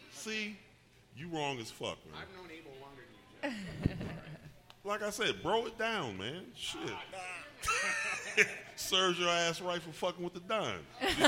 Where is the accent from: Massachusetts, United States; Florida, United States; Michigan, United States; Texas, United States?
Michigan, United States; Flint; will be going back to my hometown of Flint for the Drop Fest.